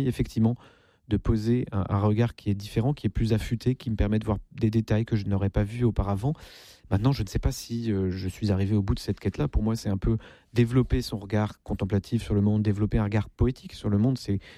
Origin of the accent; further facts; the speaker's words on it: Versailles, Île-de-France, France; born there; Je suis née à Versailles, je viens d'une famille nombreuse.